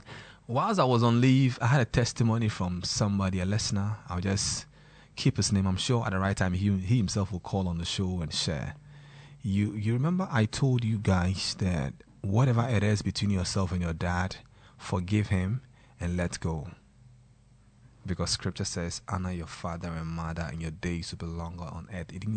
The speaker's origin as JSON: {"language": "English", "town": "Santia Fijase", "country": "Ghana", "tie": "born or raised there", "said": "Anytime I go to my hometown, Santia Fijase, that's my father's side, but my mother's side is at Antiachim."}